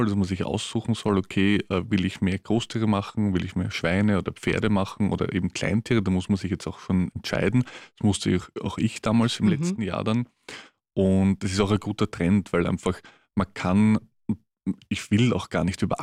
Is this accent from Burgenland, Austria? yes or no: yes; Loretto, Burgenland, Austria; also born or lived in Mödling; Genau, also wir sind geboren eigentlich in Mödling, dann mit Umzug zu Eskompoltkirchen, dann nach, also das Haus steht irgendwo in Loretto, gehört aber eigentlich zu Leiterbodersdorf.